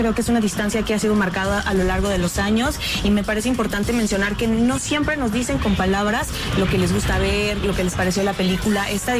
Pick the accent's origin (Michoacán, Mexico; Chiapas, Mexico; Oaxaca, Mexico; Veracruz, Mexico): Oaxaca, Mexico; Huajuapan de León; Yo, como una persona que crecí en Huajuapan de León